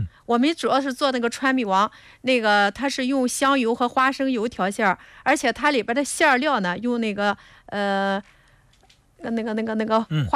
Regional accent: Pingyin, Shandong, China

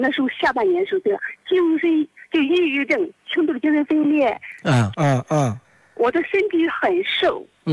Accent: Anhui, China; now in Hainan, China; 我老家是安徽的，我长期在海南住。

